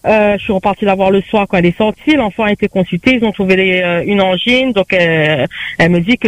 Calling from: La Possession, Réunion; j'habite à la Possession

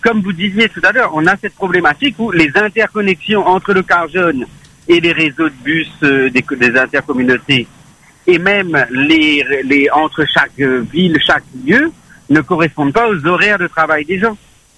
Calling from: Saint-Pierre, Réunion; j'habite à Montvert, je travaille à Saint-Denis, à l'hôpital.

